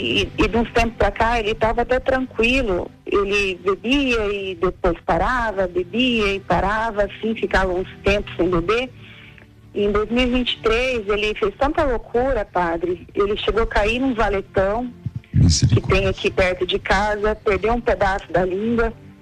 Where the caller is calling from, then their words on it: Mato Grosso, Brazil; Mato Grosso.